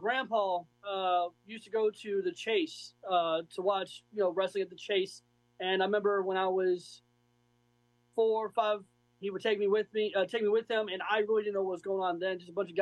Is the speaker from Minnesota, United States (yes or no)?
no; St. Louis, Missouri, United States; also born or lived in Canada; So born in Canada, raised in St. Louis.